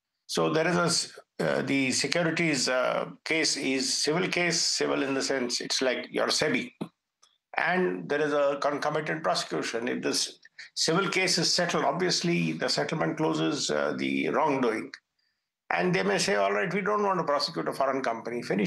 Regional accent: India; when you are looking at it as an Indian

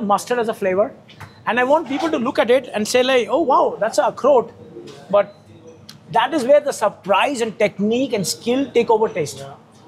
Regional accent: Kolkata, West Bengal, India; And then I didn't know how to open akhrot. I'm from Calcutta.

